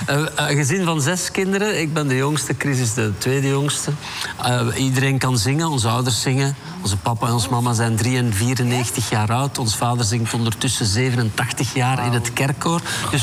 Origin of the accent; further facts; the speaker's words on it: Sint-Genesius-Rode, Flanders, Belgium; Wij komen uit Sint-Genesius-Rode. Dat is een klein dorpje vlak onder Brussel. Op de taalgrens. Dus we spreken ook heel goed Frans.